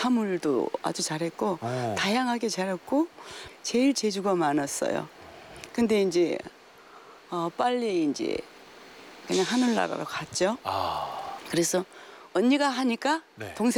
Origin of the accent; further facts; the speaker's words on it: Hamyang, South Gyeongsang, South Korea; born there; accent: Gyeongsang dialect; moved away; 제가 경상남도 함양이에요.